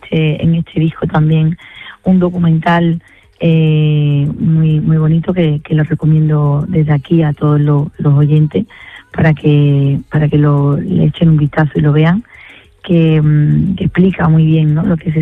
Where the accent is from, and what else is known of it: Spain